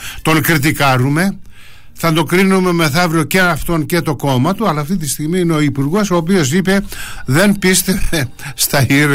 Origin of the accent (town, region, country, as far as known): Greece